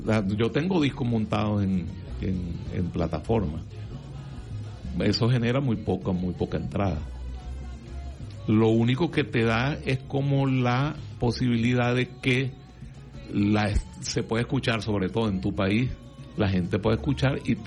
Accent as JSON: {"language": "Spanish", "country": "Venezuela", "said": "tú como venezolano sientes, tú escuchas un joropo y algo te mueve"}